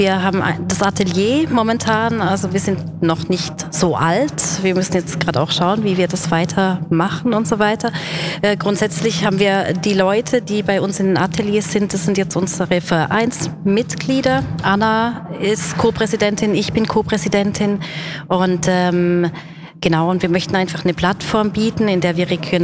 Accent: Germany; now in Switzerland; Ich komme aus Deutschland, bin seit 15 Jahren hier, und ich bin am Anfang bin ich hier mal rumgefahren

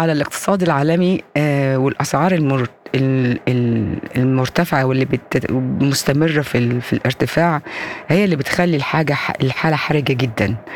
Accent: Egypt; وعندنا في مصر

